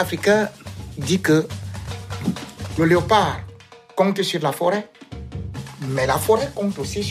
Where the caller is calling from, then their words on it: Gabon; je viens du Gabon.